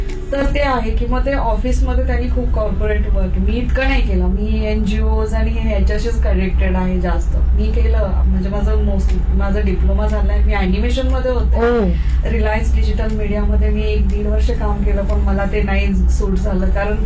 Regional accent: Kolhapur, Maharashtra, India; now in Mumbai, India; मी कोल्हापूरची आहे

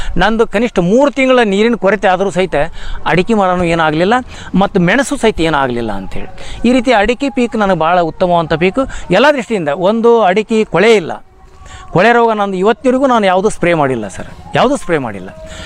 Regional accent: Karnataka, India; ನಮ್ಮೂರು ಚಿಕ್ಕಮಸಿ ಹೊಸೂರು ಅಂತೇಳಿ

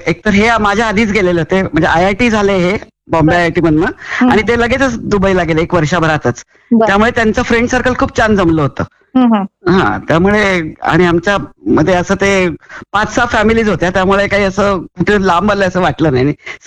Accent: Mumbai, Maharashtra, India; moved away as an adult; also born or lived in Dubai; now in Nashik, India; मी मूळची मुंबईची आहे.

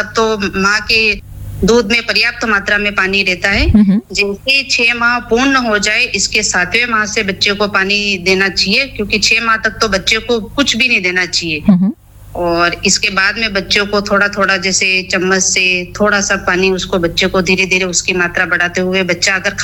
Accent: Sajjangarh, Rajasthan, India; मैं सज्जनगढ़ ब्लॉक से हूँ।

